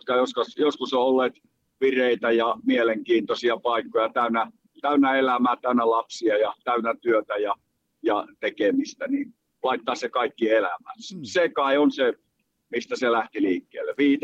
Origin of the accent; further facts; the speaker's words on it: Kuopio, North Savo, Finland; now in Kiiminki, Oulu, Finland; syntymäkaupunkini Kuopioon. Ja tietysti haluan Kanttilassa sen julkkarit tehdä, koska se on minun kotiympäristö. Mä oon Vuorikadulta siitä ihan kirkon kupeelta käynyt koulut Selmanin koulussa ja Kuopion lyseossa